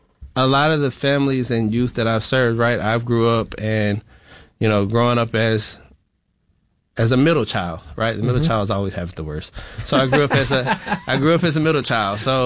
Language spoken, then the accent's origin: English; Florida, United States; I was raised in Florida, so I can relate to the families